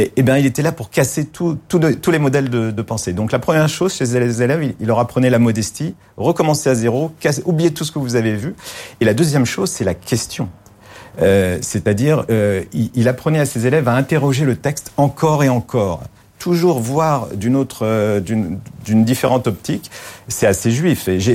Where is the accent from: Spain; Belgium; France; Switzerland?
France; Paris, Île-de-France; born there; Alors, j'étais adolescent, je suis né à Paris, vous savez